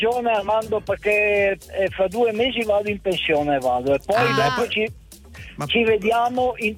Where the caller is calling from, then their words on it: Sardinia, Italy; Io sardo.